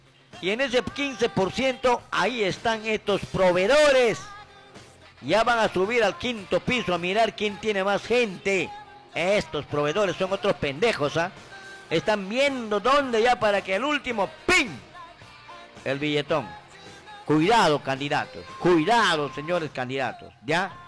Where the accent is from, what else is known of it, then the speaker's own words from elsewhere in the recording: Peru; Así somos los peruanos.